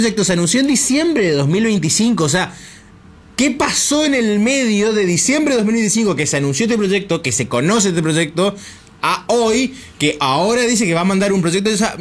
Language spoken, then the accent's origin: Spanish; Argentina